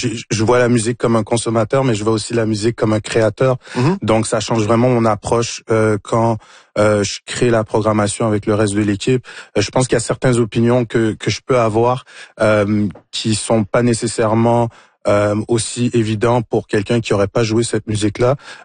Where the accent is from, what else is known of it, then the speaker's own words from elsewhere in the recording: Montreal, Quebec, Canada; Moi, j'ai grandi à Montréal, je suis né à Montréal